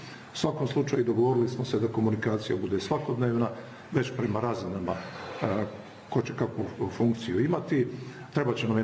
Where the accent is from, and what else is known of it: Bosnia & Herzegovina